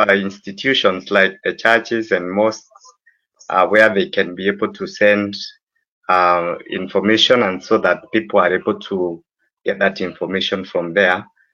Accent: Embu County, Kenya; Yes, I'm from Embu County, the coordinator, Embu County Civic Education.

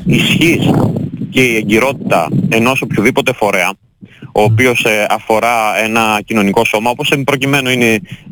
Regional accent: Amfilochia, Western Greece, Greece; Είμαι από την Αμφιλοχία της Λοκαρνανίας.

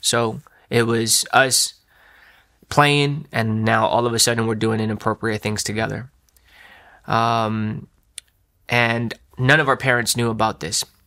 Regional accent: Nicaragua; I remember growing up in Nicaragua. And it was amazing. It was beautiful. You know, it's a third world country.

